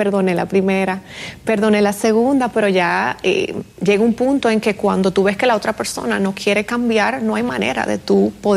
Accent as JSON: {"language": "Spanish", "country": "Dominican Republic", "moved": "yes", "said": "yo vivía en República Dominicana."}